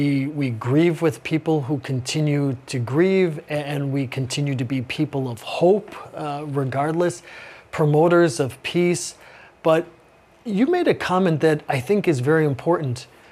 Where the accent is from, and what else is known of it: Chicago, Illinois, United States